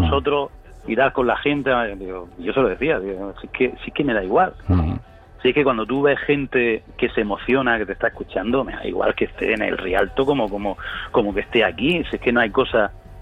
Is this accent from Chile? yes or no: no; Spain; siendo de aquí del sur.